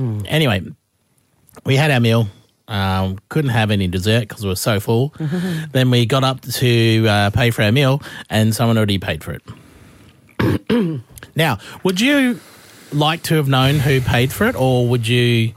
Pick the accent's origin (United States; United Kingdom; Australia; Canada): Australia; I'm the Australian Oprah Winfrey.